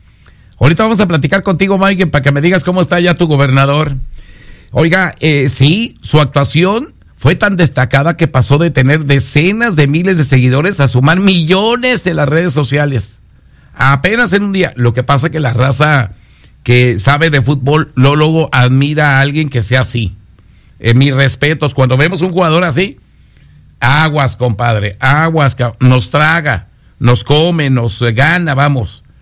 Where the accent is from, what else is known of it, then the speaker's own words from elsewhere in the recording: Ciudad Guzmán, Jalisco, Mexico; este Tala es de Ciudad Guzmán, Jalisco, es de mi pueblo. Yo lo enseñé a porterear al hijo de la madre.